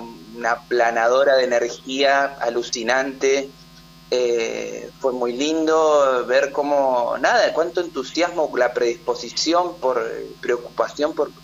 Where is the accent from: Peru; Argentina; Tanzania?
Argentina; Neuquén; also born or lived in Comodoro Rivadavia / Mar del Plata / Salta / Dolores; Yo nací en Comodoro Rivadavia, después viví mi infancia en Neuquén.